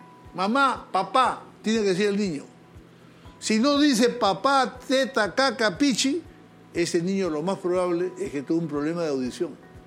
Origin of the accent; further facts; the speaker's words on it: Peru; Conozco mi pueblo peruano, que tanto quiero.